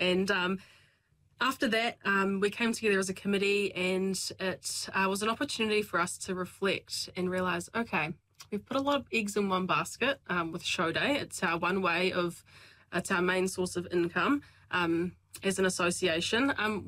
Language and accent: English; Rangiora, Canterbury, New Zealand; Yeah, so I grew up in Rangiora, and I say that I'm 50-50 when people ask me whether I grew up on farm, because my parents both have always worked in the primary sector